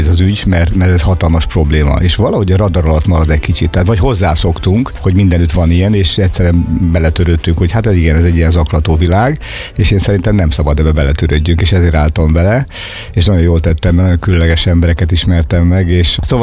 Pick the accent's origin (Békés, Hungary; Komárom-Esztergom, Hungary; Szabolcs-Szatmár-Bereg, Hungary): Békés, Hungary; Battonya; Én Batonyán nőttem fel, egy kis faluban ráadásul, tehát hogy nem is egy nagyváros elhagyatott utcáin, hanem ott mindenki ismert mindenkit